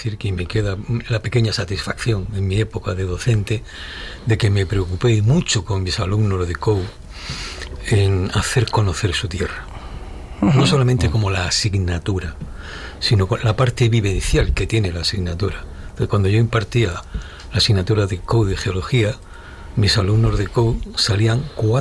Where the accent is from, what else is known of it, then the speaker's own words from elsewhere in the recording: Almería, Andalusia, Spain; also born or lived in Madrid; me trajeron con 2 años de vida. Uh-huh. Nací en Goya, pero me trajeron con 2 años de vida, ya bautizado. Luego volví a Madrid por temas de estudio y otros motivos y volví a Almería